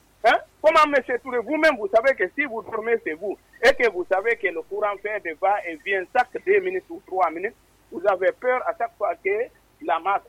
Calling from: Middle Guinea, Guinea; il y a un adage chez nous, à Moyenne Guinée

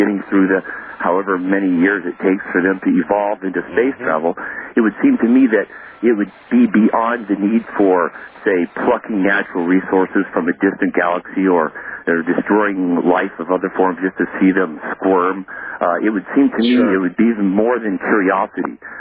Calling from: Maui, Hawaii, United States; I'm calling from Maui.

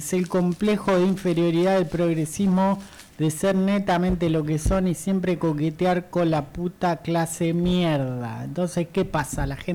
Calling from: Río de los Sauces, Córdoba, Argentina; de Río de los Sauces.

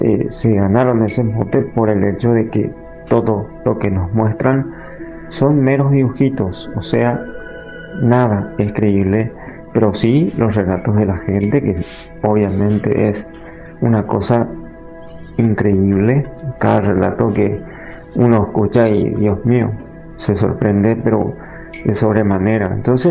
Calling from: Asunción, Paraguay; Los escucho desde Asunción, Paraguay.

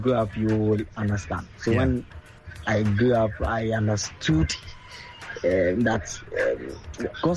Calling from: Achimota, Greater Accra, Ghana; I'm speaking from Achimota.

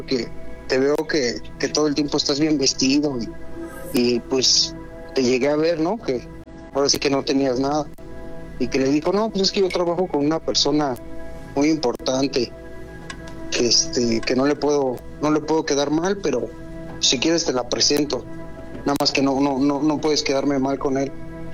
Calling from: Mexico City, Mexico; De aquí, de la Ciudad de México.

